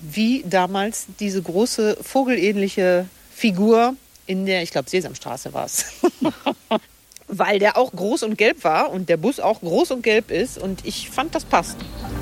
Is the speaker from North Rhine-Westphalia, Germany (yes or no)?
yes; North Rhine-Westphalia, Germany; ich komme aus dem Rande des Ruhrgebiets und habe dann auch viele Freunde, die im Ruhrgebiet hier Essen und so weiter wohnen.